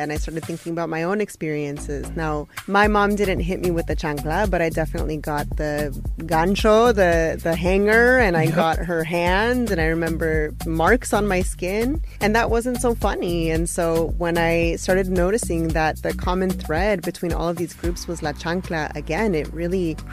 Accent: Santa Ana, California, United States; I was, 1987. Born and raised in Santana, now raising my babies there.

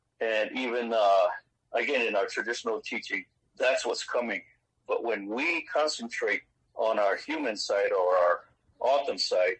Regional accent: Gila River Indian Community, Arizona, United States; I'm from Hashinkook, which is Saguaro Standing and the Gila River Indian community. My mom is from there. My father was from the Sales and Tapao area.

